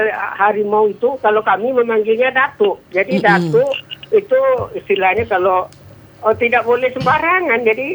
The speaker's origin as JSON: {"language": "Indonesian", "area": "Inuman", "region": "Riau", "country": "Indonesia", "tie": "born or raised there", "moved": "yes", "lives_now": "Pekanbaru, Indonesia", "said": "saya ingat masa kecil tinggal di kampung di Kecamatan Inuman."}